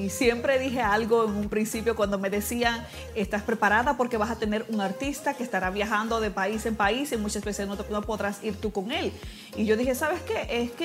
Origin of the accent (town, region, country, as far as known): Dominican Republic